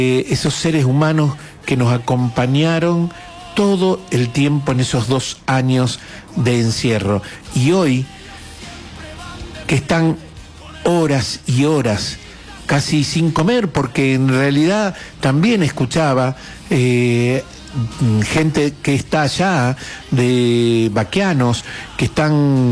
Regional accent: Argentina; Nosotros, como argentinos, tenemos corazón, tenemos alma, tenemos garra y tenemos fuego dentro de nuestra alma.

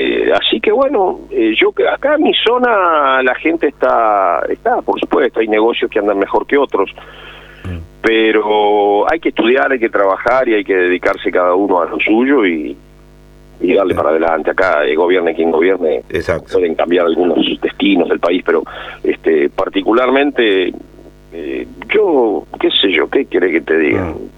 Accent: Argentina; Yo soy un argentino convencido y decidido y me quedo acá porque quiero, no porque no pueda ir.

